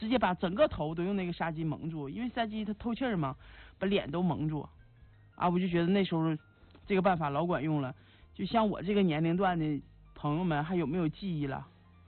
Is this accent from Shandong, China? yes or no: no; Jilin, China; 咱们吉林人特别熟悉的秋日昆虫